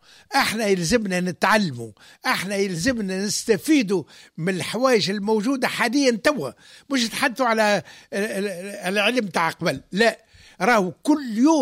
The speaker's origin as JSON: {"language": "Arabic", "country": "Tunisia", "said": "احنا عنا في من تونس برك"}